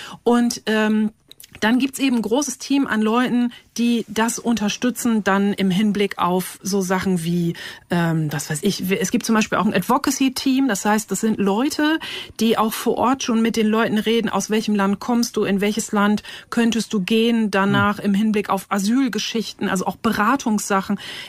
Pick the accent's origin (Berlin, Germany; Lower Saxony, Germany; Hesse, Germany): Lower Saxony, Germany; ich komme aus Ostfriesland, ich kenne das halt auch, dann setzt man sich aufs Boot und fährt so raus aufs Meer.